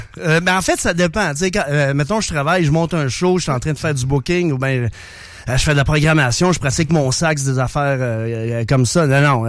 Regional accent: Trois-Rivières, Quebec, Canada; je viens de Trois-Rivières, donc c'est à l'école secondaire de La Salle.

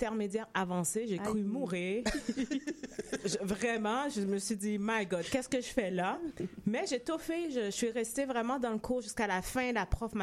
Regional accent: Montreal, Quebec, Canada; nous, on vient de Rivière-des-Prairies aussi, donc c'est un quartier qu'on adore.

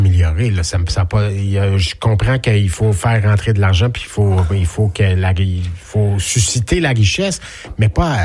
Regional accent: Drummondville, Quebec, Canada; je suis originaire de Drummondville.

